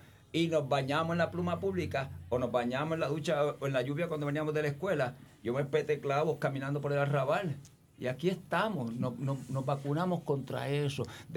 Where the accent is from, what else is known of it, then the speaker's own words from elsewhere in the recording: Cataño, Puerto Rico; yo me crié en Vietnam, en el mangle. Mi casa estaba en unos zocos sobre el mangle. Éramos un montón de hermanos. Nuestra diversión era caminar por el mangle.